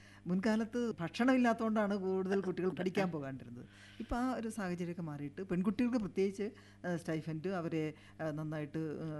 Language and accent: Malayalam; Komalikkudi, Kerala, India; കോമാളിക്കുടി പ്രദേശത്താണ് ഞാൻ ജനിച്ചു വളർന്നത്.